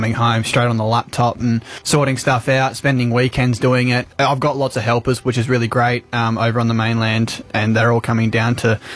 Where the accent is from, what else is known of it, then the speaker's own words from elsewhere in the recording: Queenstown, Tasmania, Australia; also born or lived in Hobart; I grew up on the west coast of Tasmania in Queenstown. I didn't see my hometown till I was about 4 months old.